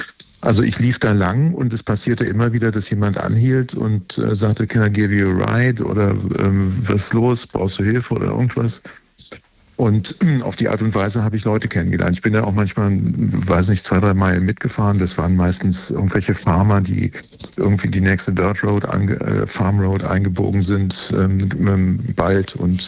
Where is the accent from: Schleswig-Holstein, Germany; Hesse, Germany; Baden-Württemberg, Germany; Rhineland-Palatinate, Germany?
Hesse, Germany; now in Berlin, Germany; Ja, hallo aus Berlin nach Hessen in mein Heimatland.